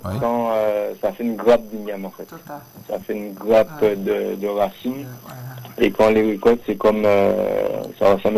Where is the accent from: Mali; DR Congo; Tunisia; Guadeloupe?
Guadeloupe; Les Abymes; Et moi, en fait, je suis originaire des Grands Fonds, Grands Fonds des Abîmes.